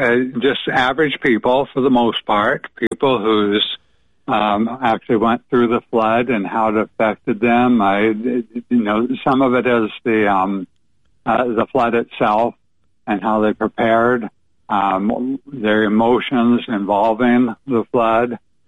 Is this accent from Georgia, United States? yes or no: no; Sumas, Washington, United States; born or raised there